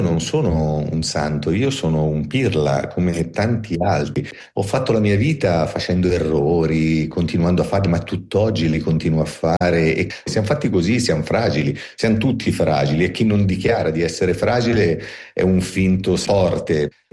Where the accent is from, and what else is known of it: Tuscany, Italy